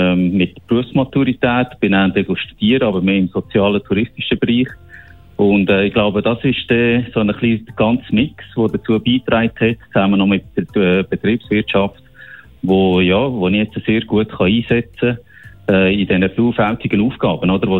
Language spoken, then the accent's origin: German; Solothurn, Switzerland; Ja, das gehört mir, glaube ich, an meinem Dialekt. Ich sage es eigentlich immer so, ich bin der Solothurner, der mit meiner Familie im Aargau wohnt